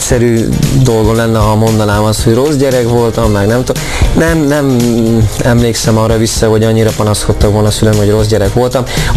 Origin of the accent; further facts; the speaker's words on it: Kissziget, Zala, Hungary; also born or lived in Nova / Lovászi; egy Zala, most már Zala vármegyei kis községben, Kisszigeten nőttem fel, ott születtem, illetve Nován születtem, kisszigeti lakos lettem akkor és utána, és két évre elköltöztem Lovászi községbe, és utána visszajöttem